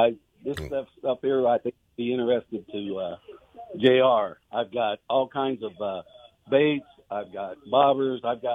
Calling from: Sweetser, Indiana, United States; And I'm located at 811 South Main Street in good old town of Sweetser, Indiana.

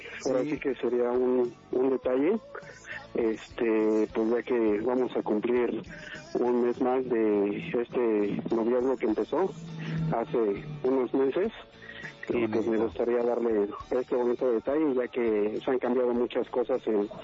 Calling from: Mexico City, Mexico; Yo soy de ahí, de la Ciudad de México. Soy de ahí, del aeropuerto, ahí por la aduana. Sí. Pero ahorita andamos de viaje y andamos aquí por León.

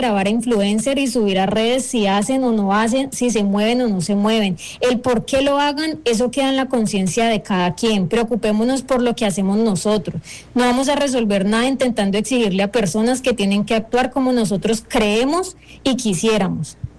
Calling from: Colombia

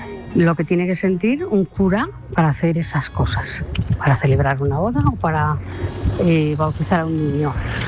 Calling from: Móstoles, Community of Madrid, Spain; Buenas noches. Soy … de Móstoles.

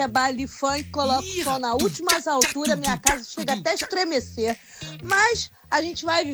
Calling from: Petrópolis, Rio de Janeiro, Brazil; De Petrópolis.

